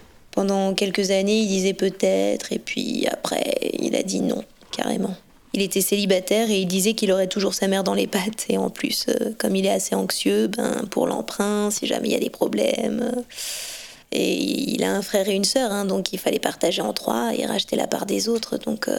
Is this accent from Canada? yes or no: no; Auvergne-Rhône-Alpes, France; Alors moi, je suis native d'Ourou, dans le Rhône, donc c'est pas très loin d'ici.